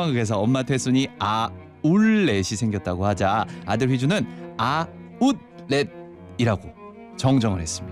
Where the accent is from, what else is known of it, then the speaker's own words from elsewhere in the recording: Seoul, South Korea; 저 서울 사람인데